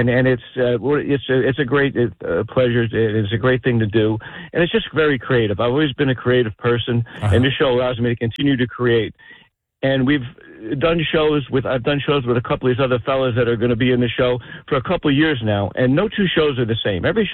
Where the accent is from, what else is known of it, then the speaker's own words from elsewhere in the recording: Clark, New Jersey, United States; I grew up in Clark.